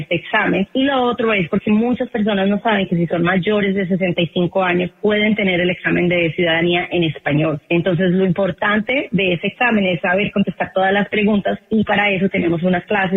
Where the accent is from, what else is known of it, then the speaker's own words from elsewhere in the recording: Colombia; now in United States; te lo digo por experiencia, soy colombiana, los colombianos seguimos siendo ciudadanos colombianos, así nos hagamos ciudadanos estadounidenses.